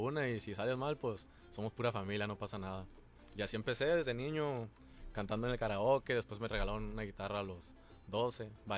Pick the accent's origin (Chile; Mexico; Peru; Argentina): Mexico; Tijuana, Baja California; tengo 20 años, nacido y criado en Tijuana.